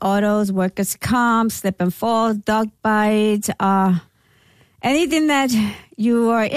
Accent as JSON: {"language": "English", "region": "New York", "country": "United States", "tie": "born or raised there", "also_born_or_lived": "Rio Piedras, Puerto Rico", "moved": "as an adult", "lives_now": "Lehigh Valley, Pennsylvania, United States", "said": "So I come from Puerto Rico. I grew up in New York, Brooklyn, New York. And then I moved out here."}